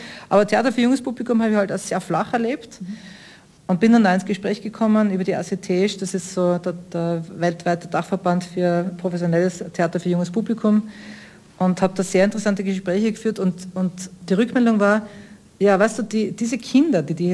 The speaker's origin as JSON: {"language": "German", "town": "Schladming", "region": "Styria", "country": "Austria", "tie": "born there", "said": "Also ich bin in Schladming geboren, aber meine Eltern waren die Zurkroasten."}